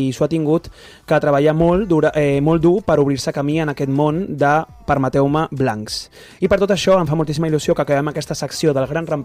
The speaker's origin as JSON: {"language": "Catalan", "town": "Barcelona", "region": "Catalonia", "country": "Spain", "said": "per mi, que sóc també de Nou Barris, la Monique és un referent i penso que també ho és per moltíssima gent que és de barris populars"}